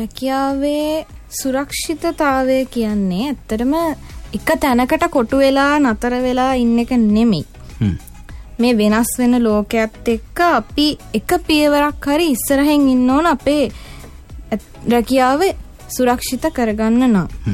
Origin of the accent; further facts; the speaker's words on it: Galagedara, Central Province, Sri Lanka; මගේ ගම වෙන්නේ මහනුවර ප්‍රදේශයේ ගලගෙදර. එතකොට මගේ අම්මා තාත්තා එහි තමයි ඉන්නේ.